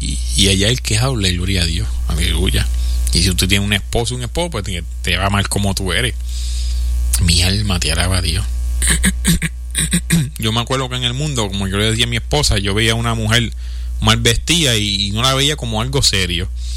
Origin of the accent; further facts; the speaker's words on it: Puerto Rico; Predicando la moral en calzoncillos, vulgarmente, como dicen en mi país, Puerto Rico.